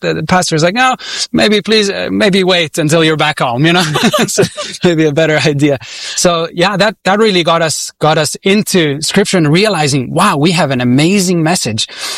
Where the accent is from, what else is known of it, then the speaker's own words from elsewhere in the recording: Switzerland; I grew up in Switzerland. It's a secular country, and I was taught about evolution and all these things.